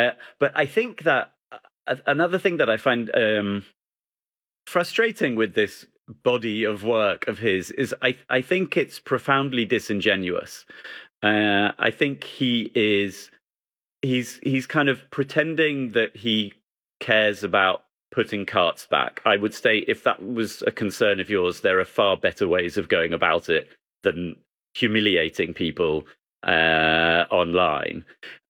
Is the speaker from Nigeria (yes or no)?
no; England, United Kingdom; sorry, I'm English. I call it a shopping trolley.